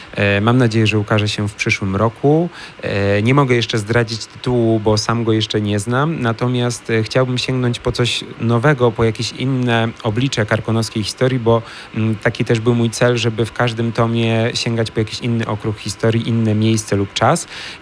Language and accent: Polish; Bolesławiec, Lower Silesian Voivodeship, Poland; moved away; jaką ziemią jest moja mała ojczyzna, mój Dolny Śląsk.